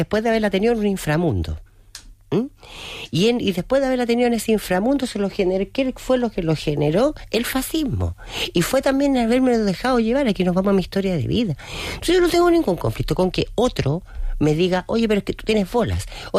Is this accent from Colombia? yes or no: no; Chile; habemos chilenos ricos, perdón, hay chilenos ricos y habemos chilenos pobres.